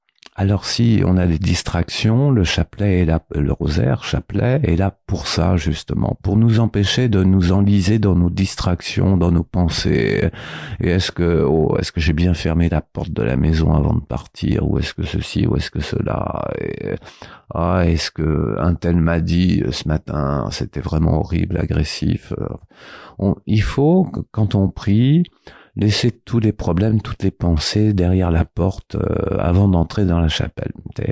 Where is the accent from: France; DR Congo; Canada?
France; alors qu'on est français?